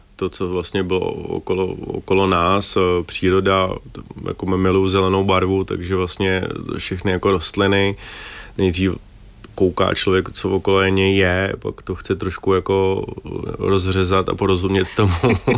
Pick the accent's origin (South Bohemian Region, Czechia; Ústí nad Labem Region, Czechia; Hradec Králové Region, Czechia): Ústí nad Labem Region, Czechia; Ústí nad Labem; Já jsem vyrůstal a ještě jsem v Ústí nad Labem.